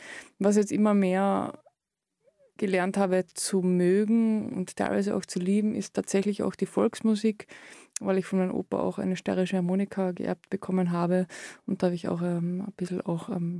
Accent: Köttmannsdorf, Carinthia, Austria; moved away as an adult; Also ich bin in Köttmersdorf aufgewachsen

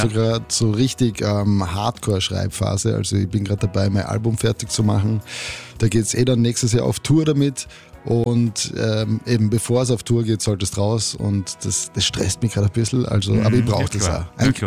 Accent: Graz, Styria, Austria; born or raised there

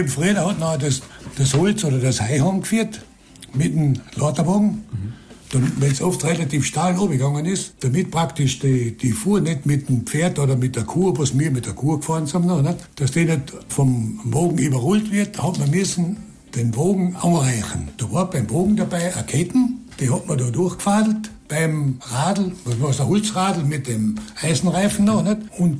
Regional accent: Brebel, Carinthia, Austria; Wo ich aufgewachsen bin, oben in Brebel, da war ich auf 1000 Meter Seehöhe, da war ja überall ziemlich hochhobig, gell?

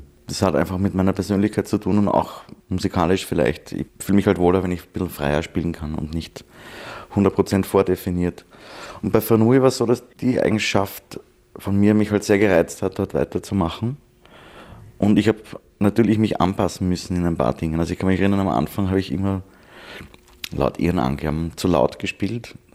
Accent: Vienna, Austria; Ich bin ein waschechter Wiener

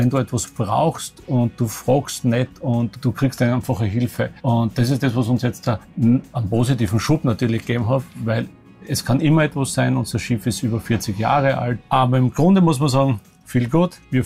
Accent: Austria; als Österreicher fehlt uns die italienische Sprache.

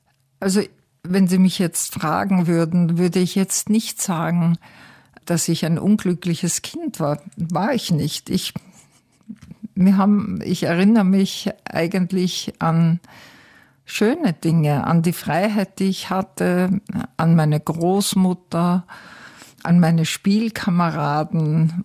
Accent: Haag am Hausruck, Upper Austria, Austria; also born or lived in Wels / Vorchdorf; Ich bin geboren in Wels, allerdings, glaube ich, habe ich mich dort als Neugeborenes bestenfalls 2 Tage oder 3 aufgehalten. Dann war es zuerst Haag am Hausruck und dann Forchdorf. Und dann wieder Haag am Hausruck.

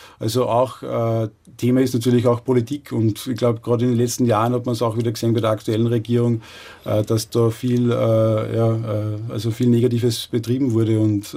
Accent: Austria; Und das fängt ja an bei uns in Österreich, wie die ganzen Hilfsorganisationen Afrika darstellen.

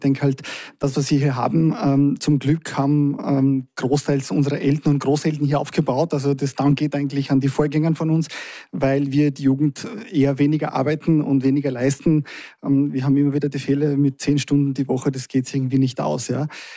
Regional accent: Kosovo; now in Traunsee, Austria; ich komme aus dem Kosovo und lebe hier seit 24 Jahren

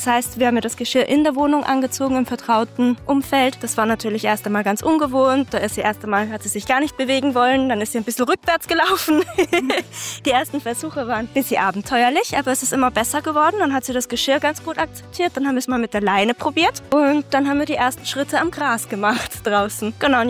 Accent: Feldkirch, Vorarlberg, Austria; ich bin aus Feldkirch und ich gehe hier gerade mit meiner Katze Runa spazieren.

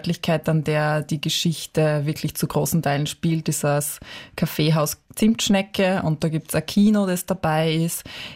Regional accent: Styria, Austria; da habe ich einen kleinen Ein-Frau-Betrieb in meiner Heimat in der Südoststeiermark

